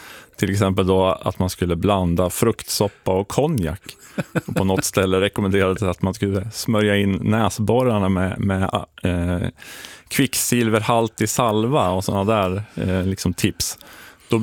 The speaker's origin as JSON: {"language": "Swedish", "area": "Alnö", "region": "Västernorrland County", "country": "Sweden", "tie": "born or raised there", "said": "Jag är uppvuxen på Alnö"}